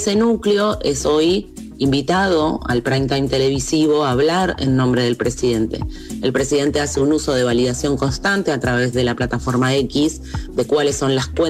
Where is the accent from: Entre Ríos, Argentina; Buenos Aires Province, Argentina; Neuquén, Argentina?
Neuquén, Argentina; born there; nací en 1979 en Neuquén, en la Patagonia Argentina.